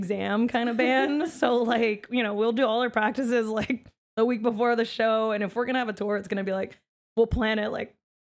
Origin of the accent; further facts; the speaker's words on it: Pittsburgh, Pennsylvania, United States; now in New York, United States; I'm from Pittsburgh, Pennsylvania.